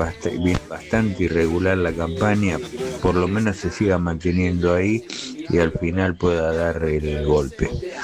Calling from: Buenos Aires, Argentina; del barrio de Chacarita

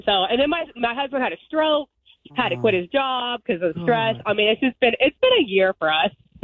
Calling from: The Woodlands, Texas, United States; I'm also from the Woodlands, and we had mold in our house with a toddler, so we had to move out like 7 months ago with a toddler, and now we're in an RV park.

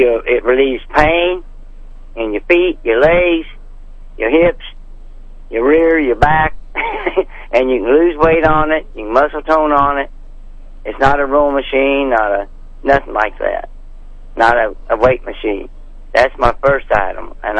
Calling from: Franklin, Missouri, United States; Franklin, Missouri.

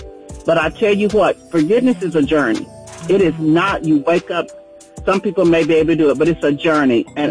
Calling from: United States; I'm calling from Douglas County.

